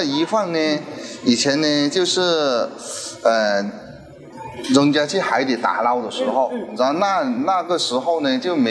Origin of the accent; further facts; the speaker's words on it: Chaoshan, Guangdong, China; 我们潮汕人